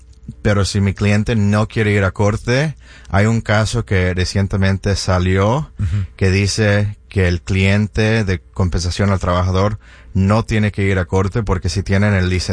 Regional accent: Mexico

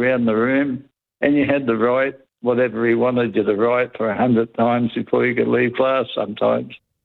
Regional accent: Sydney, New South Wales, Australia; I'm a true blue Sydney boy.

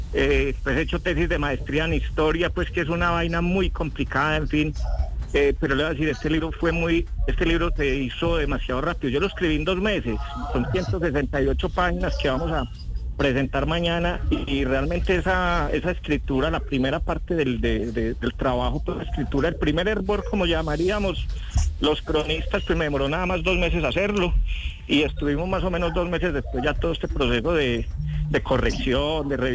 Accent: Antioquia, Colombia; como somos los paisas

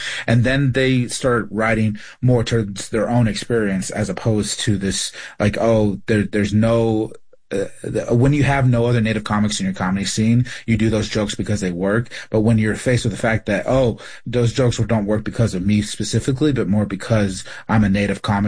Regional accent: Phoenix, Arizona, United States; also born or lived in Vanderweg, New Mexico; I grew up in living in Phoenix, and then for winters and summers, I'd go back with my mom up in Vanderweg, New Mexico, and just live out there on the res.

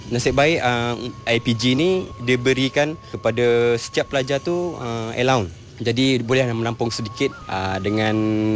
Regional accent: Pengkalan Hulu, Perak, Malaysia; also born or lived in Kampung Chang / Kuala Lipis / Kelantan; now in Bidor, Malaysia; Ayah saya kampung Chang dan emak saya di Kampar Perak. Saya membesar di Kamp PJA Pengalaman Hulu Perak. Bersekolah di SK Ekro dan sekolah menengah di SMK Pengalaman Hulu.

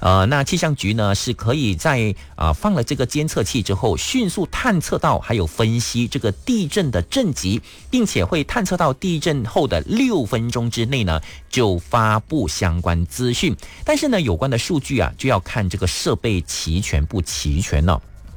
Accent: Malaysia; 那就可以保护到我们马来西亚人的权益啊

